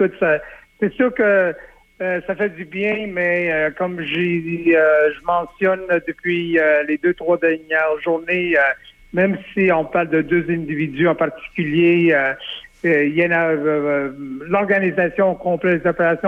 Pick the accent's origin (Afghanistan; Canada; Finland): Canada; Montreal, Quebec; pour aller chercher ma crédibilité pour revenir dans ma ville natale puis de souhaiter qu'un jour je peux revenir dans l'entourage des Alouettes de Montréal.